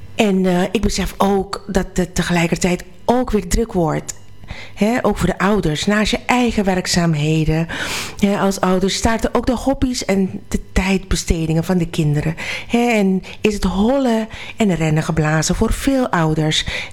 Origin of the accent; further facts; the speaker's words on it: Suriname; moved away; toen ik opgroeide in Suriname